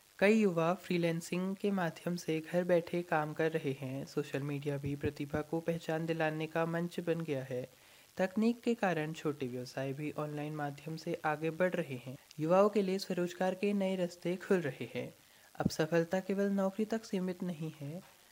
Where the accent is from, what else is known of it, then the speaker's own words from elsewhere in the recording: Almora, Uttarakhand, India; और मैं यहीं अल्मोड़ा का रहने वाला हूँ।